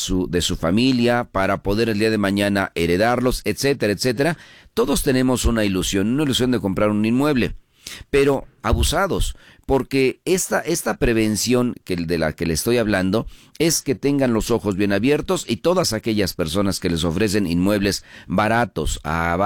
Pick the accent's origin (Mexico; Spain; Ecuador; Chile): Mexico; yo creo que la gran mayoría de nosotros, de la población y como mexicanos, y hoy estamos con la idea de adquirir una propiedad.